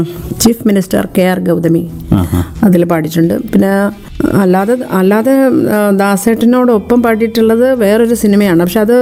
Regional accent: Kottayam, Kerala, India; moved away as an adult; also born or lived in Thiruvananthapuram; ഞാൻ കോട്ടയത്താണ് ജനിച്ചത്. അവിടെയാണ് എൻ്റെ പ്രാഥമികമായിട്ടുള്ള വിദ്യാഭ്യാസമൊക്കെ നടത്തിയിട്ടുള്ളത്. ഞാൻ ചെറുതിലെ സെയിൻറ്റ് ആൻസ് സ്കൂളിലാണ് പഠിച്ചത്. അത് കഴിഞ്ഞിട്ട് പിന്നെ CMS കോളേജിലാണ് പ്രീ ഡിഗ്രിയൊക്കെ ചെയ്തത്.

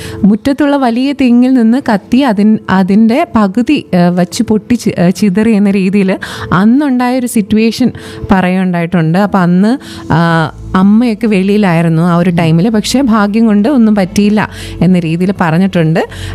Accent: Kollam, Kerala, India; നമ്മൾ കൊല്ലം സ്വദേശിയാണെന്ന് ഞാൻ വളരെ അഭിമാനത്തോടുകൂടി പറയുന്ന ഒരാളാണ്.

